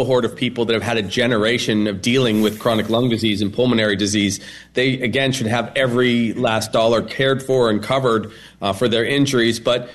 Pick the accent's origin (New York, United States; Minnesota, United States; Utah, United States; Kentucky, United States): New York, United States; I'm from New York originally. I have a lot of friends and family there still.